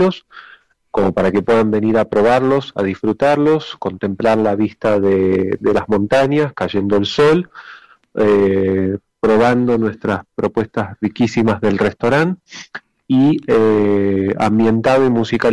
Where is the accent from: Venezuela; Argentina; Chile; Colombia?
Argentina; Buenos Aires; moved away as an adult; now in Mendoza, Argentina; yo soy de Buenos Aires y hace 4 años y medio que decidí venir a vivir a Mendoza